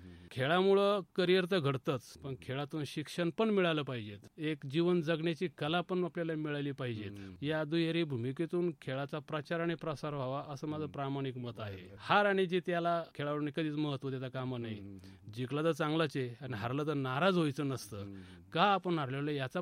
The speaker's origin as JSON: {"language": "Marathi", "area": "Pimpalgaon Malvi", "region": "Maharashtra", "country": "India", "tie": "born or raised there", "moved": "as an adult", "said": "माझं गाव पिंपळाव माळवी 18 पगड जाती"}